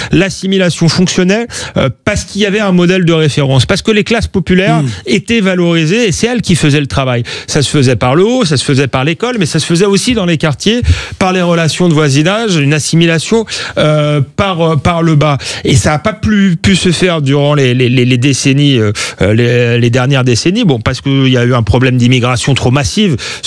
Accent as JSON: {"language": "French", "town": "Épinay-sur-Seine", "region": "Île-de-France", "country": "France", "tie": "born or raised there", "said": "J'ai grandi en banlieue, à Épinay-sur-Seine, mes parents étaient petits commerçants."}